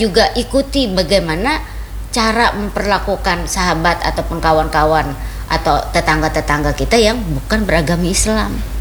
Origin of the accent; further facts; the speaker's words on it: South Kalimantan, Indonesia; masyarakat kita orang Banjar